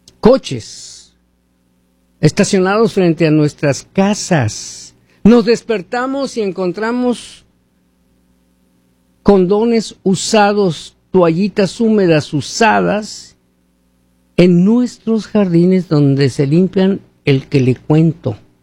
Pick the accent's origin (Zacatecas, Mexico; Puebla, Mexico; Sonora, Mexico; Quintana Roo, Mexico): Sonora, Mexico; Hermosillo; moved away; En Hermosillo, Sonora, México, ciudad donde yo nací, donde he vivido casi toda mi vida de soltero, vamos a decirlo así, un poco de casado.